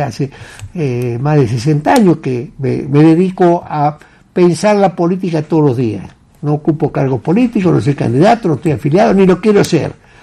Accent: Sunchales, Santa Fe, Argentina; moved away; cuando vivía en Sunchales, yo iba a la escuela donde éramos muy felices, con las maestras, con los chicos, donde aprendíamos el oficio de vivir. Iba a la escuela pública. Había 3 escuelas públicas en mi pueblo.

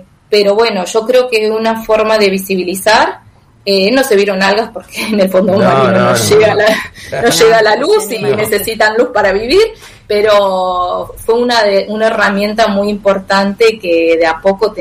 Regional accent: Argentina; esa resiliencia que tenemos como argentinos

